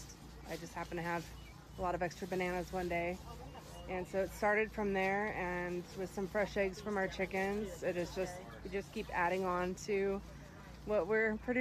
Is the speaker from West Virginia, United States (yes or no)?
yes; Gay, West Virginia, United States; We're from Gay, West Virginia.